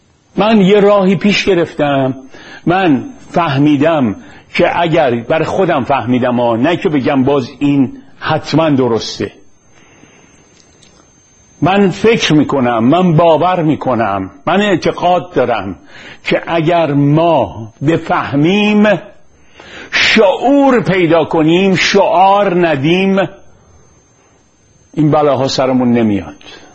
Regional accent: Iran; ما ایرونیا

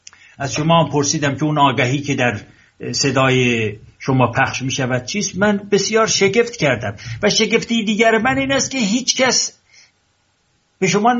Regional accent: Iran; من پارسی زبان نیستم، من ایرانی هستم و ایرانی زبان هستم، پدران من نیاکان من به پهلوی آذری گفتگو میکردن

